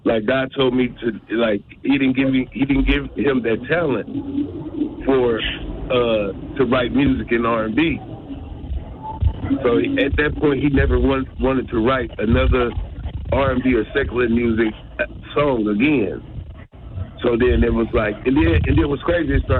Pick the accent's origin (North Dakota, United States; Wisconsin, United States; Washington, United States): Wisconsin, United States; Milwaukee; also born or lived in Napa, United States; We was born in Napa, raised in Milwaukee.